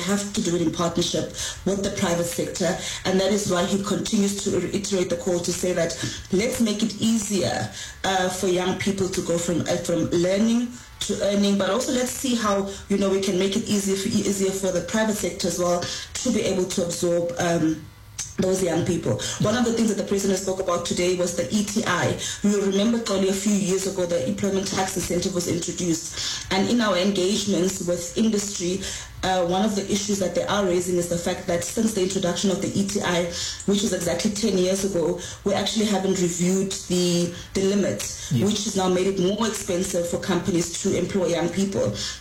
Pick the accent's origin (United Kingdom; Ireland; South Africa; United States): South Africa; first language xh; English is a second language; having gone through an education system where I received, you know, isiXhosa, mother tongue, as my first language